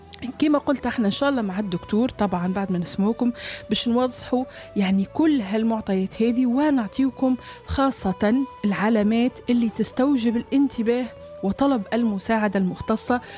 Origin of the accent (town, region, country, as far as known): Tunisia